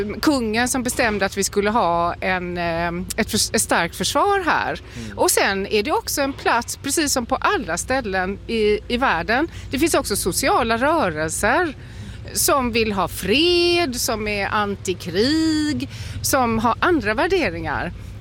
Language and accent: Swedish; Karlskrona, Blekinge, Sweden; jag är uppvuxen här i Karlskrona